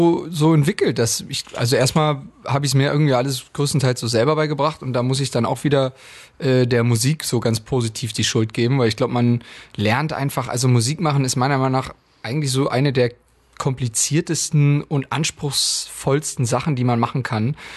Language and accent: German; Hanover, Lower Saxony, Germany; moved away as an adult; now in Cologne, Germany; Aus Hannover